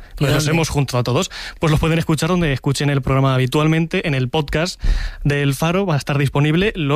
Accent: Villanueva de la Jara, Castilla-La Mancha, Spain; Yo soy de Villanueva de la Jara, en Cuenca.

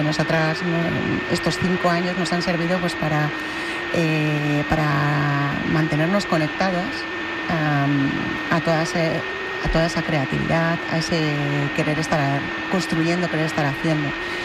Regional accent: Bilbao, Basque Country, Spain; Para mí, que soy bilbaína

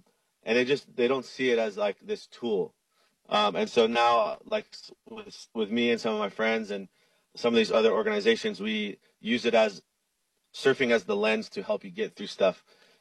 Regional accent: Makaha, Hawaii, United States; And that's how I learned, was from all my uncles. And growing up in Makaha

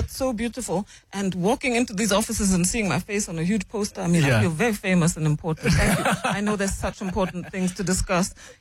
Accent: England, United Kingdom; born there; also born or lived in Sudan; So I was born in the UK whilst they were living in Sudan. So I went to England to give birth to me. And of course, my family was there, and we had a home there. And then, So I was born in England.

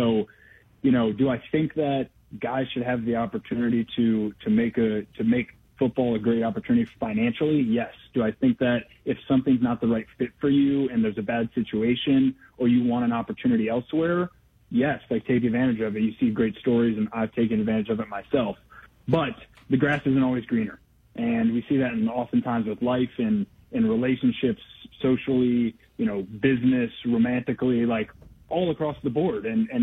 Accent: Detroit, Michigan, United States; now in Champaign, United States; growing up in Detroit

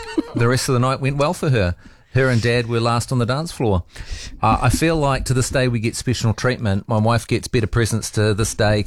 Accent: Dunedin, Otago, New Zealand; I'm from Dunedin. I'm not some big Auckland guy.

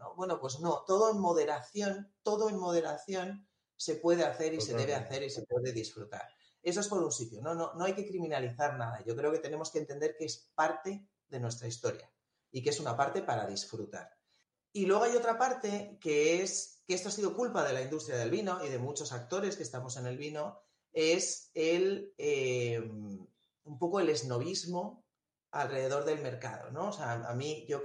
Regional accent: La Rioja, Spain; born there; Bueno, La Rioja, quizás por donde yo nací, es más conocida.

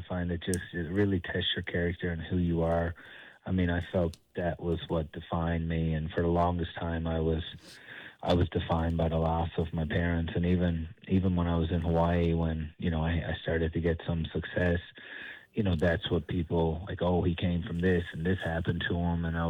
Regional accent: Newfoundland and Labrador, Canada; it came from growing up in Newfoundland, and, you know, you're from a real small town where you trust everybody around you.

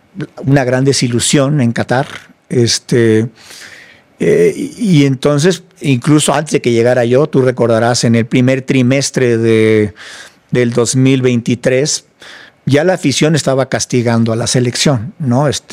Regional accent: Mexico; como mexicano, dices, oye, qué padre que pude hacer algo que dejó un impacto duradero en cómo se hace el deporte en el país

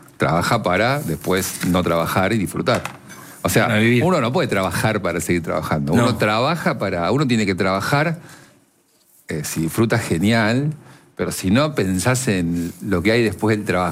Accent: Argentina; soy el argentino verdaderamente el que menos le interesa el Mundial

